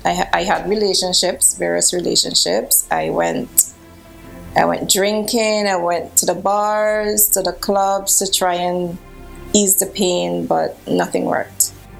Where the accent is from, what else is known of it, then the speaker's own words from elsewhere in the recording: Antigua & Barbuda; I am from Antigua and Barbuda.